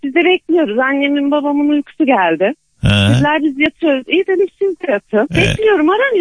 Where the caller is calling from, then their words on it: İznik, Bursa, Turkey; Bursa İznik'ten arıyorum.